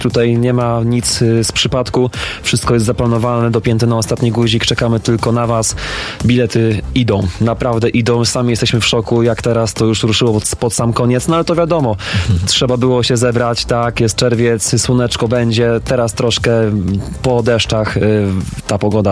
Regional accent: Szczecin, West Pomeranian Voivodeship, Poland; my jesteśmy ludźmi ze Szczecina, ZS to nasze miasto

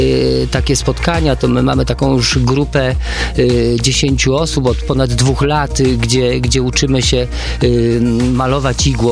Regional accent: Lower Silesian Voivodeship, Poland; born there; Ja się urodziłem na Dolnym Śląsku i tu są spotkanie kilku kultur praktycznie, nie?

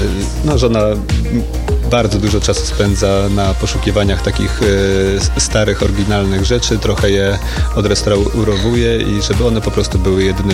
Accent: Pomeranian Voivodeship, Poland

